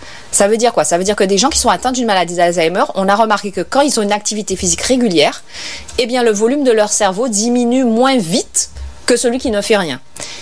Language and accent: French; Guadeloupe; en tant que Guadeloupéen